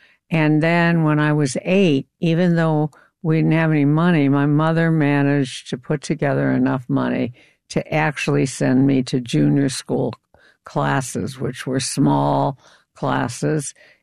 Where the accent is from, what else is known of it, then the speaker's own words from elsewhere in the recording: Chicago, Illinois, United States; And I grew up in Chicago. At 5, I started. This is inconceivable to people now. I lived on this street called Bittersweet, which went one block from Clarendon to Marine Drive.